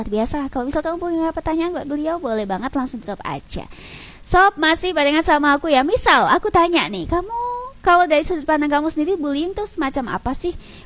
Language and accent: Indonesian; Lamongan, East Java, Indonesia; Kita sebagai warga Lamongan